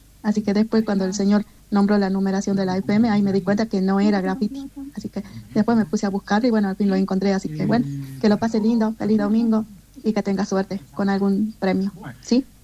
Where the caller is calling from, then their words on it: Salta, Argentina; de Juan Pablo II, zona